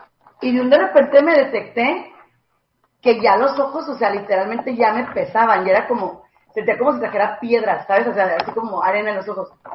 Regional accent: Jerez, Zacatecas, Mexico; Nosotros somos de Zacatecas, allá en Jerez.

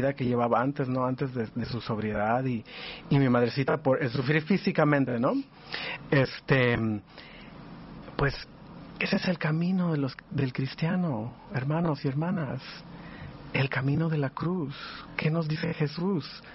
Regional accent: Los Angeles, California, United States; estaba lejos de Los Ángeles, como crecí en Los Ángeles

